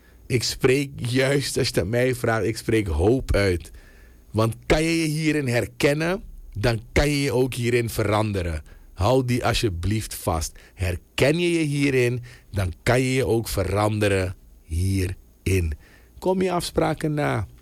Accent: Suriname; Sommige dingen houden wij gewoon als Surinamers, als natie, als samenleving.

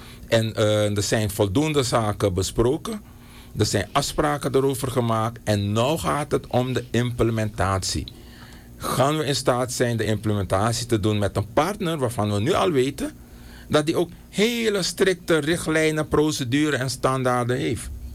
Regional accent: Suriname

